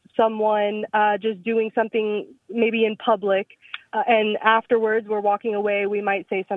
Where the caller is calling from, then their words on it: Jacksonville, Florida, United States; Hi, I live in Jacksonville, Florida.